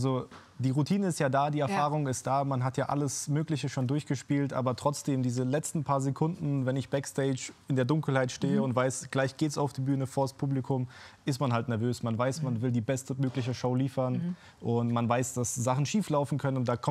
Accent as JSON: {"language": "German", "town": "Altrip", "region": "Rhineland-Palatinate", "country": "Germany", "tie": "born or raised there", "lives_now": "Bobenheim-Roxheim, Germany", "said": "Also ich meine, ich komme ja schon immer hier aus der Gegend. Davor mit meinen Eltern habe ich in Altrip gewohnt."}